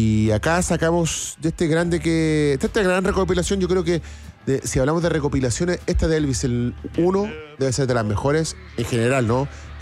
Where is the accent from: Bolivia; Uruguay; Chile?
Chile; No, somos de Chile.